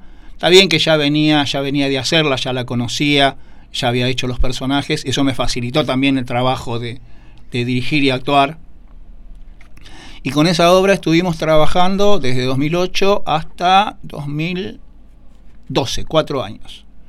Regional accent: Mercedes, Buenos Aires Province, Argentina; moved away as an adult; now in Luján, Argentina; Retomé, ya viviendo en Luján, porque yo soy nativo de Mercedes. A mis 20 y pico me vine a vivir a Luján.

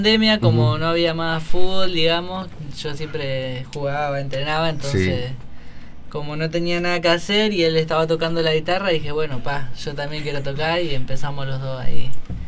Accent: Moreno, Buenos Aires Province, Argentina; born there; Nacimos en Moreno y bueno, tenemos, mi mamá es santiagueña.

